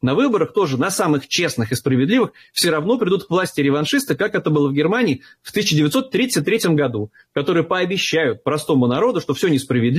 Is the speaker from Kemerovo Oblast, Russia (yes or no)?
no; Moscow, Russia; будем решать мы в Москве, мы москвичи, там у многих неизлечим менталитет.